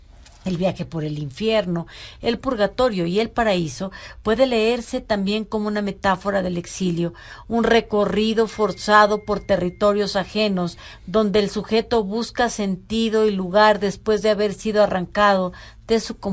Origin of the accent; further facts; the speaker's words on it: Mexico; Yo soy mexicana de hueso colorado y nunca, nunca, o sea, he vivido en otros lugares y sé lo que es estar, no en el exilio, pero sí lejos de casa